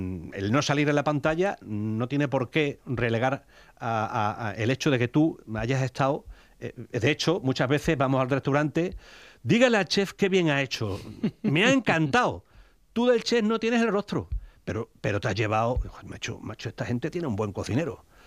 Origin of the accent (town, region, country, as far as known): Extremadura, Spain